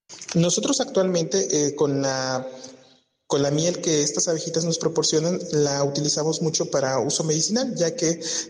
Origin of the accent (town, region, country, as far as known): Cuetzalan del Progreso, Puebla, Mexico; born or raised there